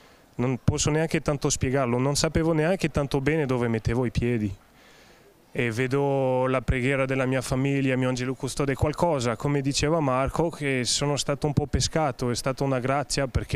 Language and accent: Italian; Paris, Île-de-France, France; Italian is a second language; vengo da Parigi, 33 anni, e fa un po' di anni che adesso sono nella comunità Cenacolo in diverse fraternità in Europa